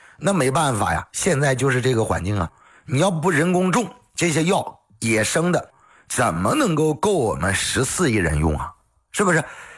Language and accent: Chinese; Northeast China, China; accent: Northeastern; 咱们老家的一句话来讲，开玩笑一样的嘛，是不是？东北话来讲